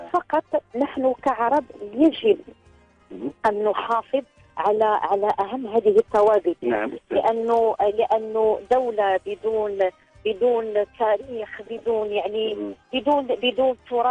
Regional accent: Morocco; accent: Moroccan Darija; نحن نتحدث ونحكي بلهجه مغربيه مفهومه

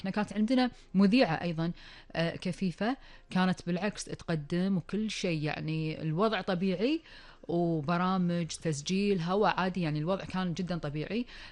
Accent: Kuwait; ديرتنا الحبيبة الكويت

